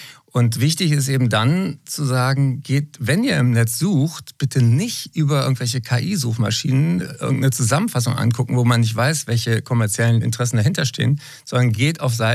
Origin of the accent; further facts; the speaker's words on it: Berlin, Germany; in Berlin, meine Heimatstadt.